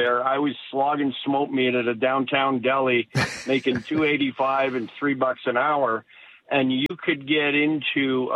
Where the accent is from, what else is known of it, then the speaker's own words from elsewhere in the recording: Montreal, Quebec, Canada; now in Calgary, Canada; I grew up in Montreal, although I've been out in Calgary for 40 plus years.